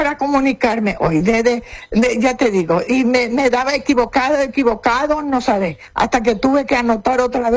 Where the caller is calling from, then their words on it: San Antonio, Central, Paraguay; una persona de 81 años, uh-huh. que vivo sola, y tengo mi casa en la ciudad de San Antonio.